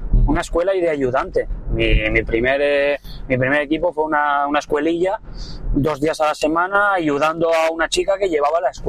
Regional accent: Barcelona, Catalonia, Spain; Vengo de Barcelona.

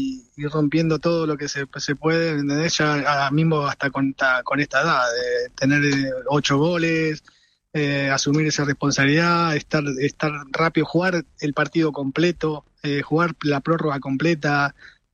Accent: Argentina; la verdad, como argentinos a nosotros nos ilusiona muchísimo

